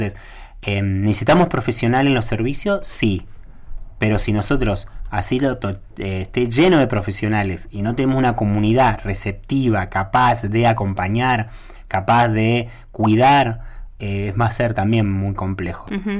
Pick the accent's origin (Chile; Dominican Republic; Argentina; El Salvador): Argentina; Santa Cruz; nosotros tenemos un aspecto que no es menor en Santa Cruz, como el resto de la Patagonia, que es la migración